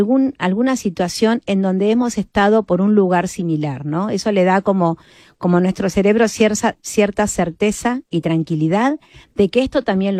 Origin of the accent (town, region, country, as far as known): Argentina; moved away